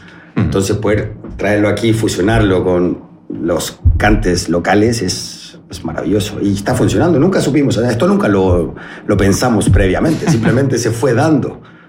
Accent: Chile; Somos solo dos chilenos.

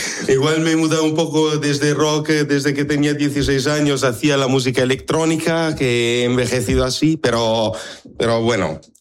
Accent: Italy; moved away; No, soy de Italia. Entonces somos los dos de fuera, pero bueno, pues siendo italiano me facilita igual un poco.

